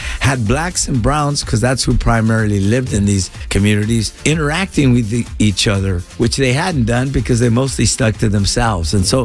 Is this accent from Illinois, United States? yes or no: no; City Terrace, California, United States; I also grew up in a tough neighborhood. I grew up in City Terrace, in Bow Heights, a latchkey kid